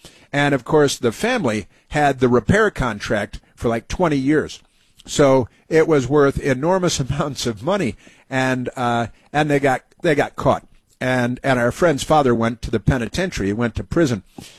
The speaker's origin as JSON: {"language": "English", "town": "Chicago", "region": "Illinois", "country": "United States", "tie": "born or raised there", "said": "when I was a kid, growing up in Chicago, North Shore of Chicago, and my stepfather was tied to the, his family, his whole family was tied to the Chicago Democrat political machine"}